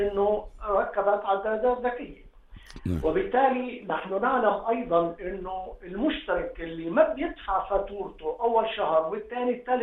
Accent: Jordan; احنا كاردنيين

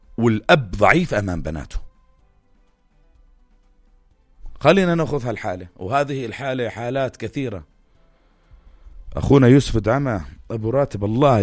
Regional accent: Jordan; عنا بالأردن

